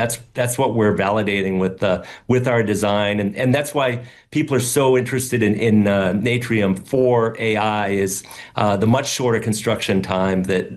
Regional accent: New Hampshire, United States; born or raised there

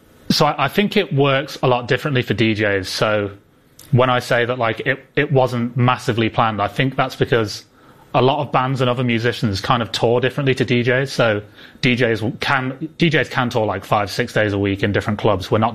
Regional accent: England, United Kingdom; now in Los Angeles, United States; Since I live in LA now, but I'm English, so I've had a big influence from Spanish music.

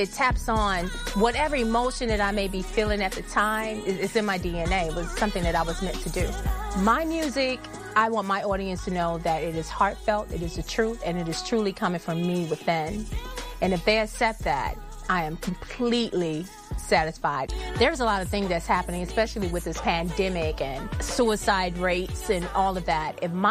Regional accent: Galveston, Texas, United States; born there; I was born in Galveston, Texas.

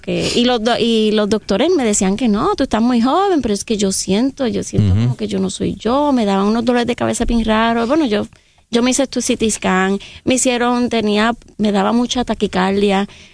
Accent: Vega Baja, Puerto Rico; Obvio, en Puerto Rico, Vega Baja, ella es de Vega Baja, Jackie es de Vega Baja, yo soy de Vega Baja.

